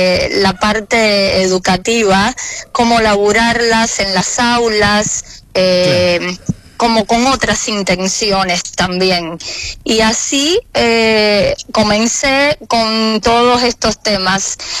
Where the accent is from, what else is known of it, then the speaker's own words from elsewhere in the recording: Cuba; born there; Yo nací en Cuba y bueno, egresé de mis estudios en el ISA de piano